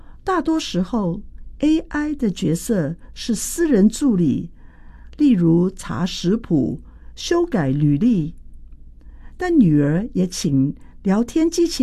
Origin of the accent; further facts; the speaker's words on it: Guangdong, China; 我们广东人说的“平靓正”，就是便宜、漂亮、很棒的意思。